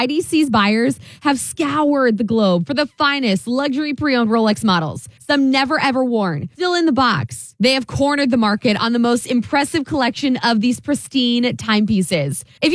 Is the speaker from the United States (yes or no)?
yes; Fort Lauderdale, Florida, United States; moved away; So I grew up in Fort Lauderdale.